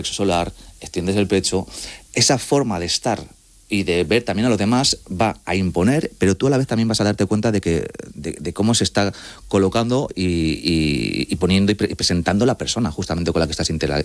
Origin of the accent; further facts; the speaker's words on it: Madrid, Community of Madrid, Spain; soy madrileño, sí, y mis padres son argentinos